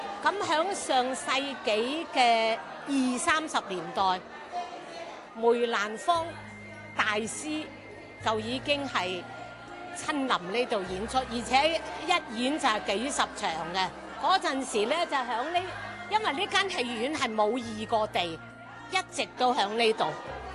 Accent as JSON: {"language": "Cantonese", "town": "Guangzhou", "region": "Guangdong", "country": "China", "said": "我哋广州人、我哋广东人"}